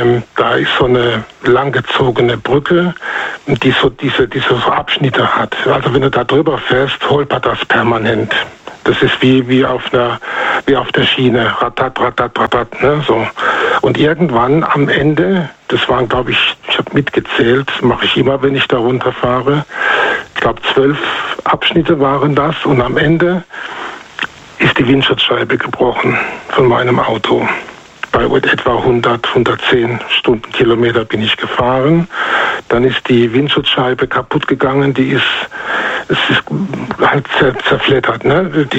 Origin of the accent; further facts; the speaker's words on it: North Rhine-Westphalia, Germany; aus dem Rhein-Sieg-Kreis.